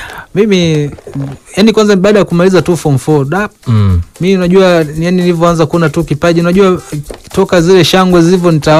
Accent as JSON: {"language": "Swahili", "region": "Kigoma", "country": "Tanzania", "tie": "born or raised there", "said": "Yeah, mimi ni mzaliwa wa Kigoma."}